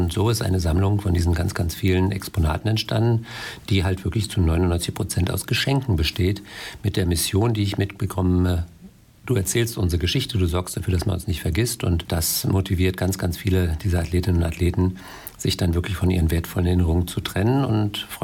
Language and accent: German; Schwerin, Mecklenburg-Vorpommern, Germany; Ich war 15 Jahre alt, 1980. In meiner Heimatstadt Schwerin wurde Gerd Wessig, oder aus der Heimatstadt Schwerin Gerd Wessig, im Hochsprung in Moskau Olympiasieger mit Weltrekord.